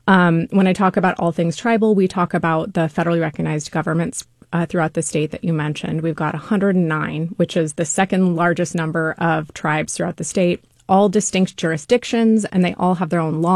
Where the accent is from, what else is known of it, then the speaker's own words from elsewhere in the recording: Los Angeles, California, United States; growing up in California, I grew up in the Los Angeles area. We didn't really learn about California tribes growing up.